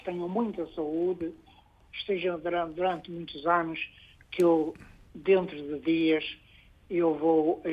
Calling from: Porto, Norte, Portugal; Estou a falar do Porto.

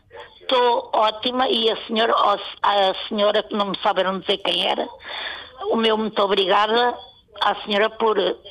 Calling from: Figueira da Foz, Centro, Portugal; Sou da Figueira da Foz.

